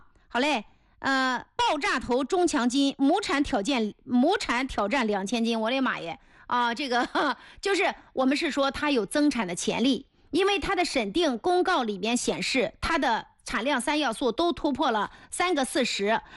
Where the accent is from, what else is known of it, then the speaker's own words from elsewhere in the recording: northern China, China; 俺是北方人